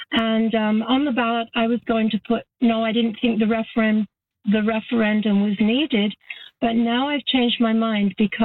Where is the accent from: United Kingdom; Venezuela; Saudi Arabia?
United Kingdom; England; moved away; I live on my own. I'm an immigrant from England. We came here in the late 70s.